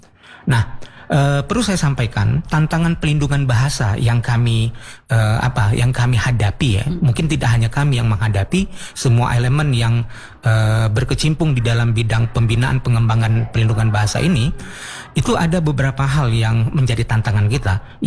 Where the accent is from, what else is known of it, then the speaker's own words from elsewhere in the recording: Medan, North Sumatra, Indonesia; saya berpindah tempat beberapa kali dari Medan, saya asli orang Minang. Yang besar dan hidup di Medan